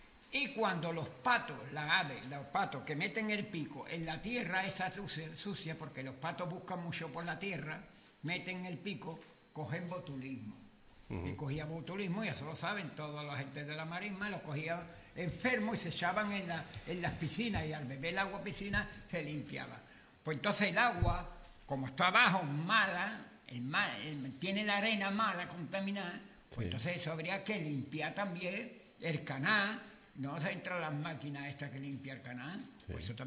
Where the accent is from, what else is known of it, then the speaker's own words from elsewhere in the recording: Sanlúcar de Barrameda, Andalusia, Spain; que yo soy de Sanlúcar